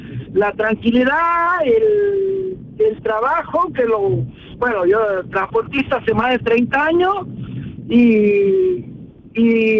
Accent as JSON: {"language": "Spanish", "country": "Argentina", "lives_now": "Málaga, Spain", "said": "Yo soy argentino"}